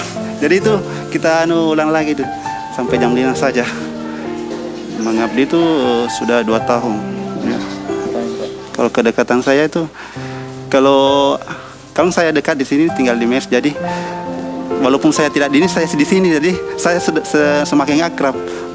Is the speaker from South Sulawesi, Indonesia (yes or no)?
yes; Makassar, South Sulawesi, Indonesia; asal dari Makassar.